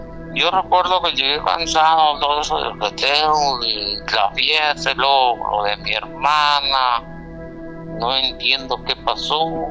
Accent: Guanajuato, Mexico; now in Chicago, United States; Desde Chicago. Bueno, yo soy de Guanajuato, pero ahorita estoy con Chicago llenita.

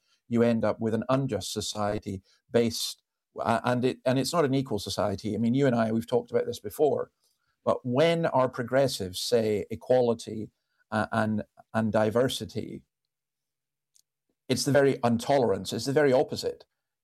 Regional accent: Scotland, United Kingdom; And as a Scotsman, that made me very interested.

